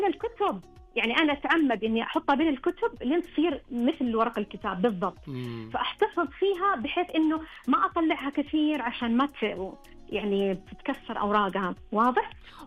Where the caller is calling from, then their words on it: southern Saudi Arabia, Saudi Arabia; أنا جنوبية